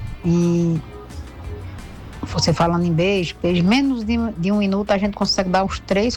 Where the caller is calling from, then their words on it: Bodocó, Pernambuco, Brazil; eu tô falando de Bodocó.